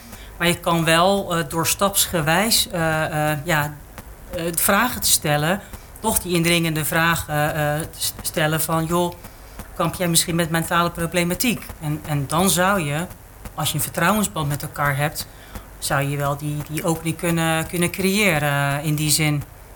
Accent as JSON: {"language": "Dutch", "town": "Gouda", "region": "South Holland", "country": "Netherlands", "tie": "born or raised there", "said": "Ik ben geboren en getogen Goudenaar."}